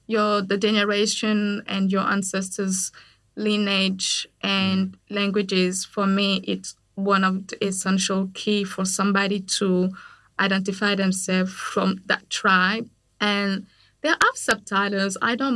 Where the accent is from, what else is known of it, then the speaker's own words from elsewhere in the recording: Niger; first language French; English is a second language; I grew up in Niger, and it used to be a French colony, and we speak French. And growing up, my father thought it was best for me to speak the language, French. And then, so kind of looked down into my mother tongue, which I don't speak